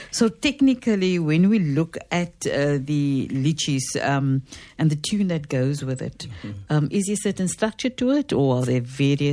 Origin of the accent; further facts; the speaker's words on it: Cape Town, Western Cape, South Africa; I grew up in the Boer Kaap